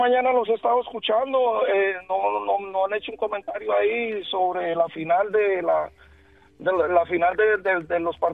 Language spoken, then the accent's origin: Spanish; Barranquilla, Atlántico, Colombia; mas no nací en Barranquilla, pero me crié en Barranquilla.